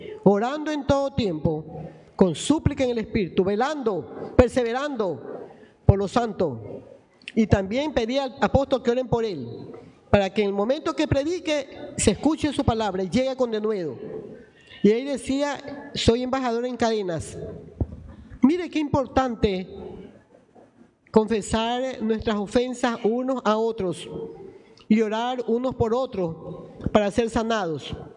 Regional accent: Guayaquil, Guayas, Ecuador; born there

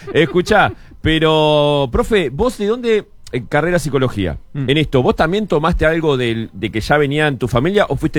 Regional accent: Bella Unión, Artigas, Uruguay; now in Maldonado, Uruguay; Yo, cuando yo nací en la gloriosa República de Bella Unión, ¿no? Que ya lo digo siempre. Nacés. Desde que sos bebé, y después como a los 4 o 5 años te enterás que sos uruguayo.

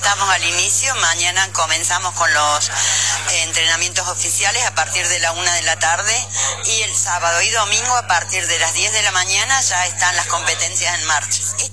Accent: Córdoba, Argentina; la gran alegría como cordobesa de volver a correr un argentino en Río Cuarto

